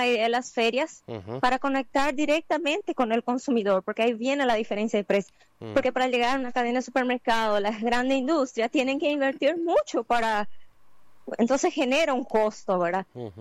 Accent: Caaguazú, Paraguay; now in Santa Rita, Paraguay; soy paraguayo, soy nacida en Paraguay, soy caguaseña. Y el acento se me agarró un poquitito, pero tenemos

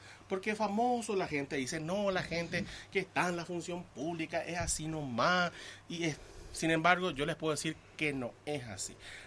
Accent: Paraguay; nosotros como servidores públicos y como paraguayos también tenemos que contar las cosas buenas que se hacen.

